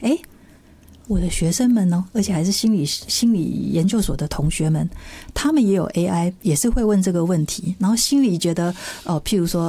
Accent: China; 我们中国人有句古话嘛，那个酒逢知己千杯少嘛，话不投机半句多。

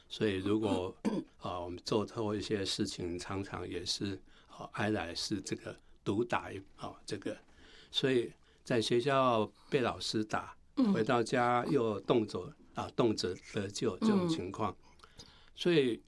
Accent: Madou, Tainan, Taiwan; 其实我从小在一个传统信仰的家庭里面来长大，我的家乡是台南麻豆，那麻豆有一个远近驰名的一个大的庙宇，叫做麻豆代天府

